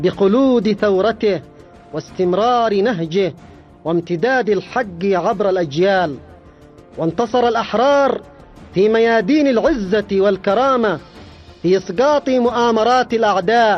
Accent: Yemen; وفي بلدنا اليمن

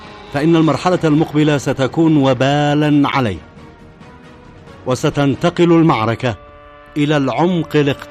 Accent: Yemen; بلادنا اليمن

